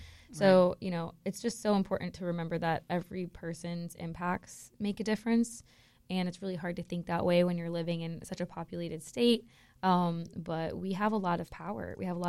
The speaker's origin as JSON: {"language": "English", "town": "West Palm Beach", "region": "Florida", "country": "United States", "said": "I'm from West Palm Beach and we had a lot of, you know, beautiful aquatic habitats as well."}